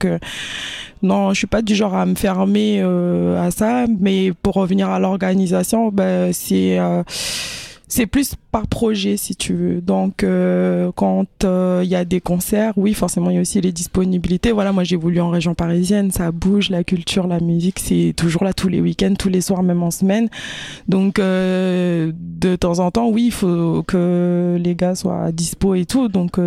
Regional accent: New Caledonia; l'esprit collectif, associatif qu'on a des fois chez nous en Kanaky.

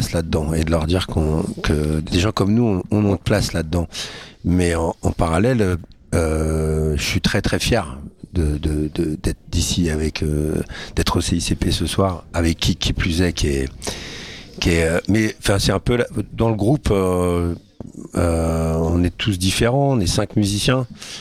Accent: France; On est français

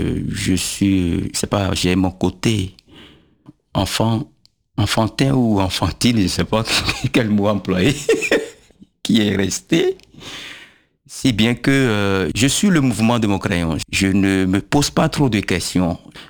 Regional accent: Abomey, Zou, Benin; born or raised there

